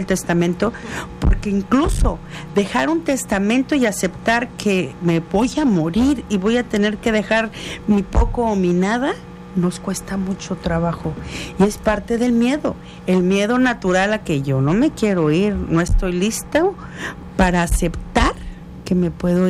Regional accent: Mexico

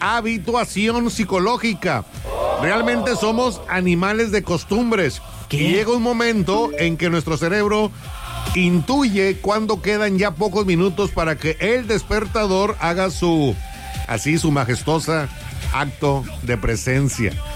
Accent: Mexico; soy mexicano y no me va a ganar el despertador.

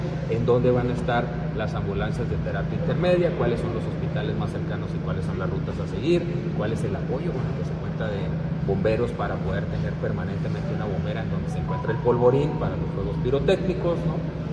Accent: Mexico; nos recuerda por qué somos mexicanos.

